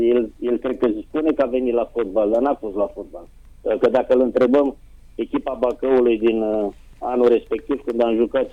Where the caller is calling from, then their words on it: Moreni, Dâmbovița, Romania; sunt din Moreni